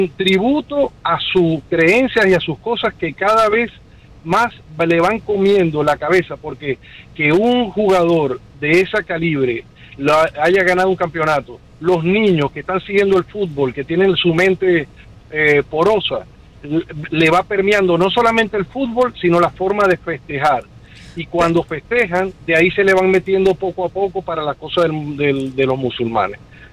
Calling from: Venezuela; el venezolano.

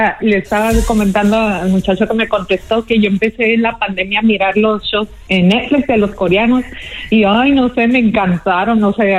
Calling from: Mexicali, Baja California, Mexico; De Mexicali.

